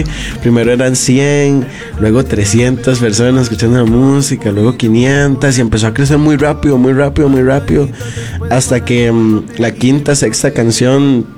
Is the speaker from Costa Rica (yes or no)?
yes; Costa Rica; now in San José, Costa Rica; yo que vivo en San José y soy de la costa